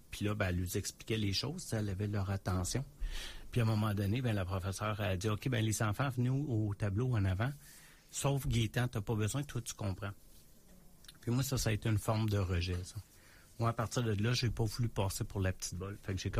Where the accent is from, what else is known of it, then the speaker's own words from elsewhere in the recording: Terrebonne, Quebec, Canada; moved away as an adult; je viens de Terrebonne. J'étais à Terrebonne de 4 à 25 ans. Moi, je viens d'une famille, je vais dire, normale. Mes parents, c'était des ouvriers. On n'était pas pauvres, on n'était pas riches.